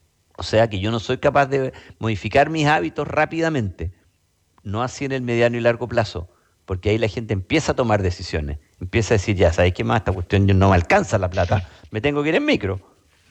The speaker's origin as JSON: {"language": "Spanish", "country": "Chile"}